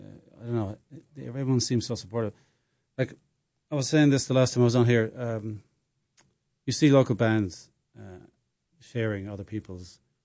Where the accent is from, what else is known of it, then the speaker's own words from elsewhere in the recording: Ireland; moved away; So I came over from Ireland almost 20 years ago, and I recorded an album of 11 songs in this castle, in south of Ireland.